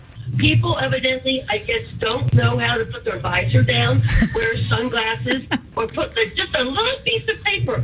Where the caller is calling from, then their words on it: Woodbine, Maryland, United States; So I'm from Carroll County in the Woodbine area.